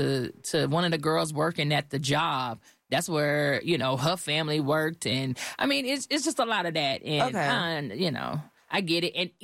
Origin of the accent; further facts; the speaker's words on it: Houston, Texas, United States; I grew up in Clear Lake